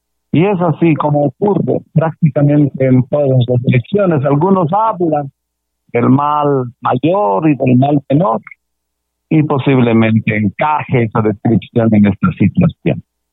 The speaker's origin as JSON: {"language": "Spanish", "country": "Peru", "said": "nosotros como peruanos"}